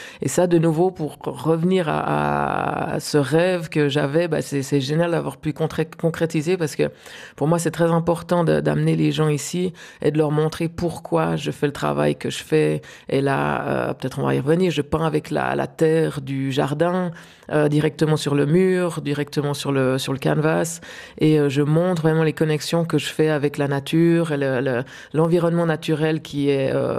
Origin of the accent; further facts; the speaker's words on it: Grancy, Vaud, Switzerland; moved away; moi, j'ai grandi au pied du Jura, comme vous l'avez mentionné, dans un petit village qui s'appelle Grancy, où à l'époque, il y avait 300 et quelques habitants. Maintenant, il y en a quelques-uns de plus, mais pas énormément.